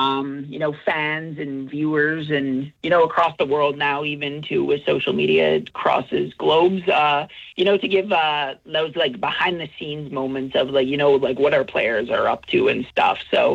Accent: St. Albert, Alberta, Canada; So I'm from St. Albert. So I played double A in St. Albert

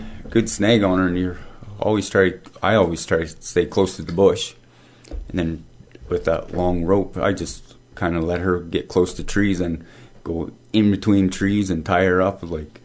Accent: Hinesburg, Alberta, Canada; originally from Hinesburg in Alberta there, and born and raised on a ranch.

